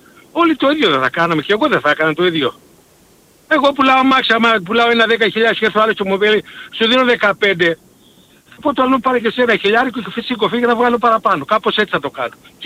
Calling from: Frankfurt, Hesse, Germany; είμαι από τη Φραγκφούρτη.

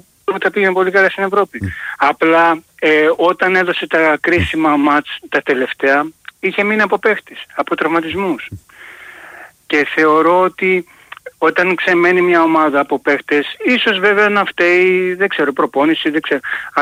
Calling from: Kalymnos, South Aegean, Greece; από Κάλυμνο.

